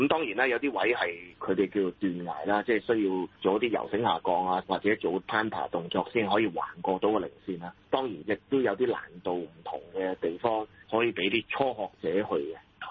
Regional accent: Hong Kong; 我哋香港人

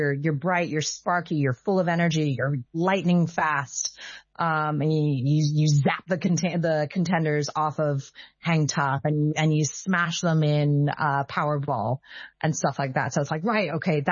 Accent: Ap Lei Chau, Hong Kong; I think as a child, like, I didn't even feel American, like, growing up. I grew up in Aple Chow in Hong Kong.

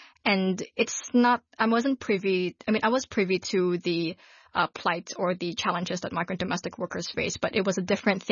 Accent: Hong Kong; And I guess as a Filipino, I do feel that in a sense, I am quite privileged in the way that I'm able to adapt to the Hong Kong culture because I was raised in it. I know Chinese and I have family living here with me.

